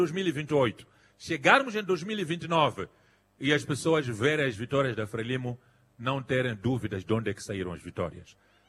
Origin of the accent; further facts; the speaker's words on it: Mozambique; continuarmos em frente como moçambicanos